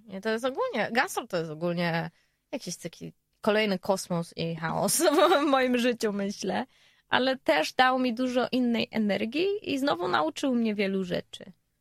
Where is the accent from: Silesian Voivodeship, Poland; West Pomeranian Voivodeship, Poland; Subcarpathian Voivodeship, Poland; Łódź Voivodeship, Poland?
Silesian Voivodeship, Poland; Ja nie lubiłam nigdy języka polskiego i zawsze mówiłam wszystkim, że słuchajcie, ja jestem ze Śląska, okej?